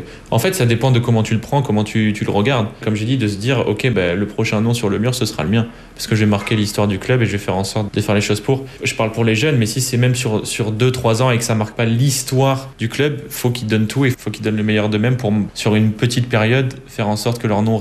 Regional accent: France; moved away

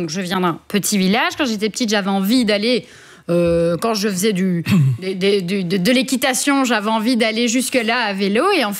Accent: Lillois, Walloon Brabant, Belgium; J'ai grandi à Lillois, qui est entre Nivelles et Braine-l'Alleud.

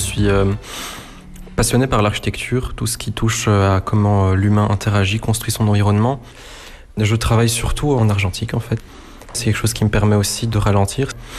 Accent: Kraków, Lesser Poland, Poland; now in Brussels, Belgium; Moi, je suis originaire de Cracovie. J'habitais non loin de l'Hôtel Forum.

